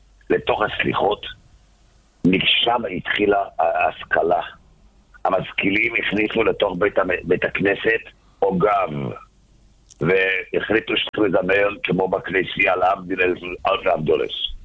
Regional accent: Jerusalem, Jerusalem District, Israel; אני גדלתי בשכונת בית ישראל בירושלים.

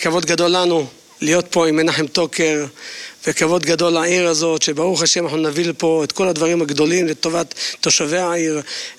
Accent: Rehovot, Central District, Israel; טוב, אני נולדתי בעיר הזאת, אבי ואימי נולדו בעיר הזאת

